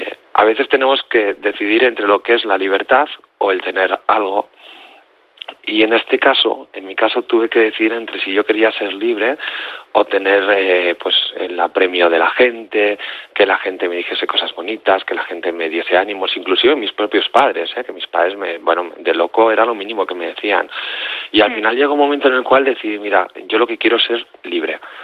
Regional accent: Basque Country, Spain; Porque yo soy del País Vasco.

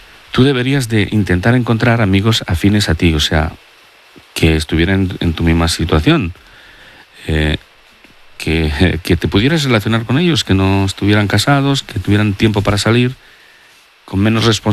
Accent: Catalonia, Spain; Los catalanes somos amigos.

